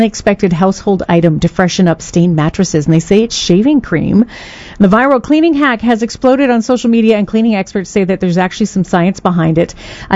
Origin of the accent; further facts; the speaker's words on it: British Columbia, Canada; now in Calgary, Canada; I grew up in the Kootenays